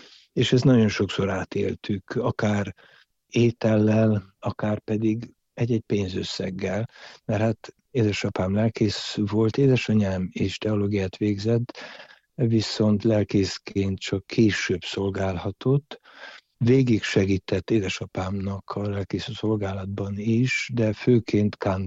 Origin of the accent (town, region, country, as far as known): Dej, Cluj County, Romania; born or raised there